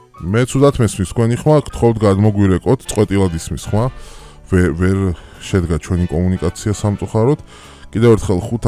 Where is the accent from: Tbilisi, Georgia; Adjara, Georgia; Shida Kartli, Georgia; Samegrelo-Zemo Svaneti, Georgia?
Samegrelo-Zemo Svaneti, Georgia; მე როგორც მეგრელი წარმოშობით და აფხაზურის არ მწოდნე, აფხაზური მე არ ვიცი, ტექსტი აბსოლუტურად თავიდან ბოლომდე მეგრული იყო.